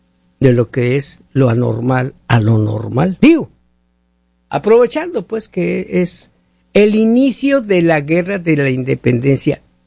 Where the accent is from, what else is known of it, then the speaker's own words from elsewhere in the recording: Mexico; now in United States; como somos los mexicanos.